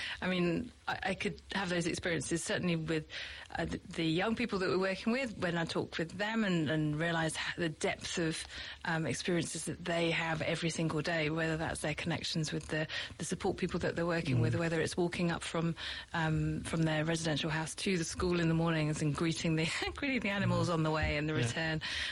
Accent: United Kingdom; moved away as an adult; now in New Zealand; So clearly my accent is not a Kiwi accent, so I'm from the UK. We moved out here 2026 to New Zealand. Don't plan on going back at any time soon.

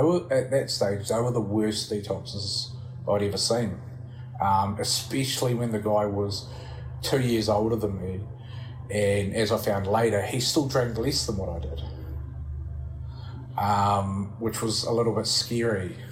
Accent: Timaru, Canterbury, New Zealand; I grew up in Timaru

